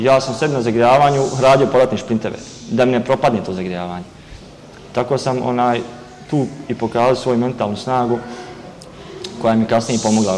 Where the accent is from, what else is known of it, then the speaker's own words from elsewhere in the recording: Ričice, Federation of Bosnia and Herzegovina, Bosnia & Herzegovina; Rahmetli Dido je prešao kasnije u Ričice i ja sam dosta djetinjstva provio Ričicama, sa očeve strane